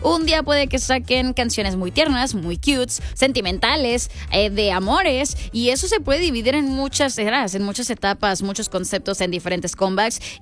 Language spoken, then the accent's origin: Spanish; Mexico; muchas cosas que nos involucran a nosotros como mexicanos